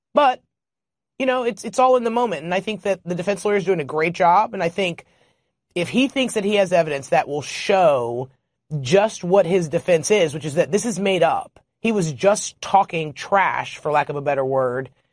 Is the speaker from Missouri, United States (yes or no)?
no; Texas, United States; I am from Texas